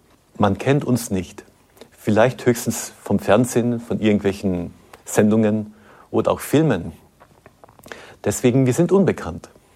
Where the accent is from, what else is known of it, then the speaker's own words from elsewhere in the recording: Austria; moved away as an adult; now in Kazakhstan; ich komme aus Österreich